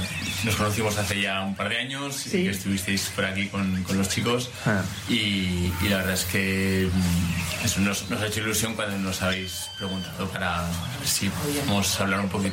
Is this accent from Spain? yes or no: yes; Santoña, Cantabria, Spain